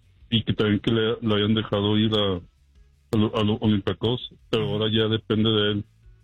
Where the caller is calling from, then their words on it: El Paso, Texas, United States; Desde El Paso.